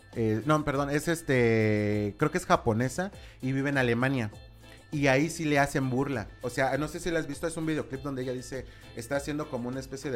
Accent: Mexico; ni yo como mexicano uso sombrero, ni tengo zarape, ni uso bigote

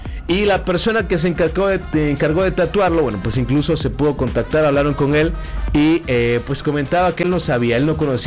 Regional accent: Mexico; de nosotros como mexicanos.

